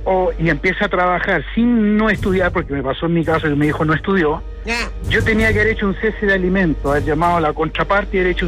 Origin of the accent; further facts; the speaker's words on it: Buin, Santiago Metropolitan Region, Chile; Yo estoy llamando del sector del Cabo, pero soy nacido y criado en Buin.